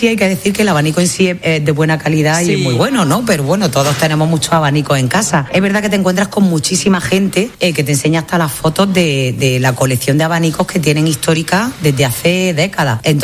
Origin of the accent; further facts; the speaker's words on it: Almería, Andalusia, Spain; como somos el almeriense, ¿no? Muy disfrutona, que lo somos